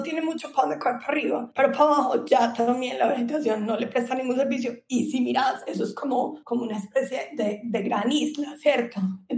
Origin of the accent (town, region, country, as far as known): Colombia